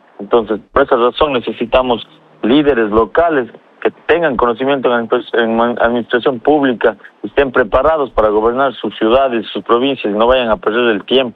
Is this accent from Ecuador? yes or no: yes; Ecuador; necesitamos justamente como sociedad ecuatoriana